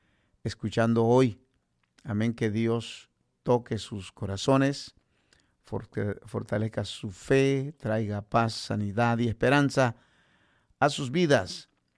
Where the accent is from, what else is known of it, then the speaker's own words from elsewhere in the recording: Guatemala; en mi país Guatemala